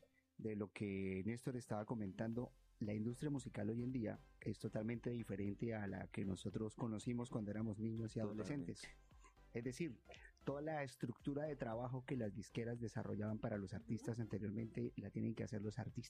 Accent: Cúcuta, Norte de Santander, Colombia; yo llego a los 5 años a Cúcuta. Yo soy cucuteño, pero me había ido a vivir a la casa de mis abuelos en una época.

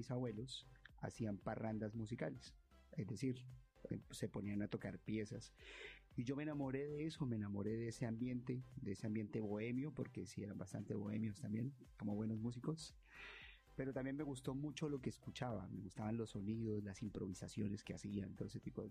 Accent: Cúcuta, Norte de Santander, Colombia; yo llego a los 5 años a Cúcuta. Yo soy cucuteño, pero me había ido a vivir a la casa de mis abuelos en una época.

